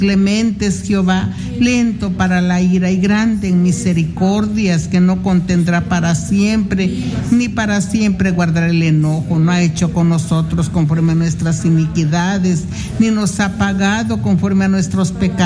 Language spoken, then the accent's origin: Spanish; Izúcar de Matamoros, Puebla, Mexico